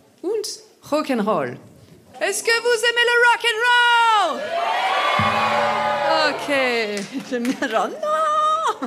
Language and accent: French; Strasbourg, Grand Est, France; Moi, je viens de Strasbourg. Et en Alsace, il y a une grande communauté gypsy